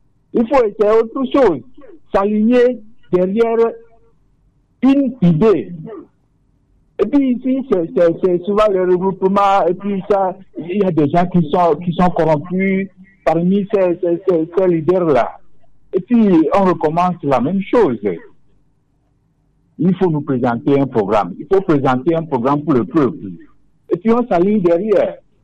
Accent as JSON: {"language": "French", "country": "Togo", "said": "je suis là. Nous sommes tous des Togolais."}